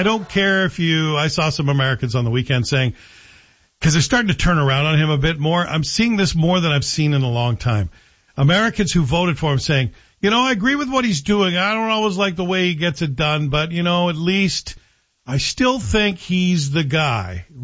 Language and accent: English; Canada; I am Canadian